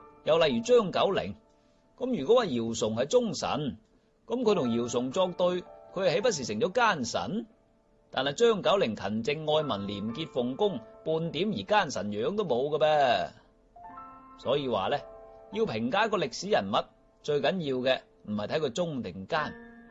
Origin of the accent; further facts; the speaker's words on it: China; 我发现我哋中国人自古以嚟咧，对于朝廷嘅大臣啊